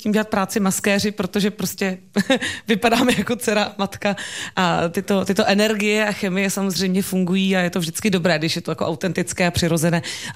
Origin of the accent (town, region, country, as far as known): Prague, Czechia